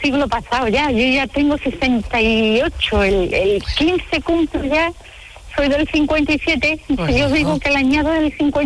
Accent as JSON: {"language": "Spanish", "town": "San Fernando", "region": "Andalusia", "country": "Spain", "tie": "born or raised there", "said": "Pero voy a San Fernando, que es mi pueblo, y estoy haciendo historia del arte, el segundo curso."}